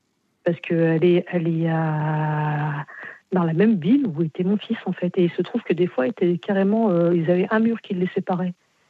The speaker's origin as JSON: {"language": "French", "country": "France", "tie": "born there", "said": "Moi, je suis née en France."}